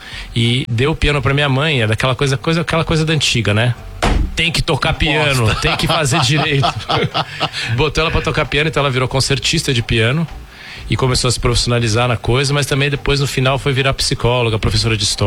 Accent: São Paulo, Brazil; now in Cunha, Brazil; Voltando à minha terra, porque eu tô morando há 6 anos em Cunha, então quando eu venho pra Sampa é já até um pouco nostálgico.

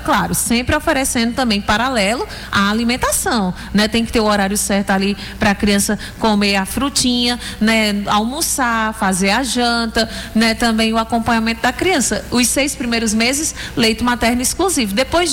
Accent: Northeast Region, Brazil; a gente que é do Nordeste, como bom nordestino

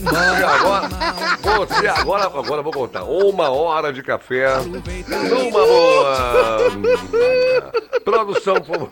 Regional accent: Salvador, Bahia, Brazil; Eu sou aqui de Salvador, Bahia

